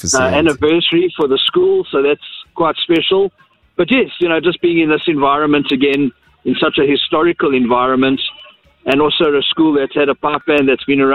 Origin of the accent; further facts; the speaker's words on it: Johannesburg, Gauteng, South Africa; I'm not used to a cold day in Pretoria. I come from Joburg. I'm used to the sun.